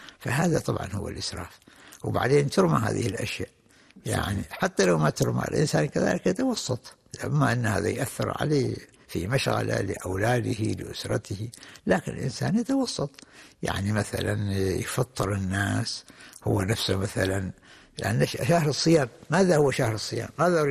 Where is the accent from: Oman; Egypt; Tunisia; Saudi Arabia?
Oman; وكذلك وخاصة إحنا عندنا في عمان أو في دول منطقة الخليج